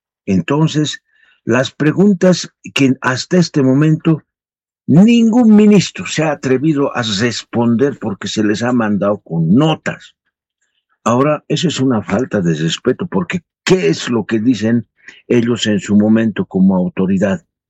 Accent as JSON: {"language": "Spanish", "country": "Bolivia"}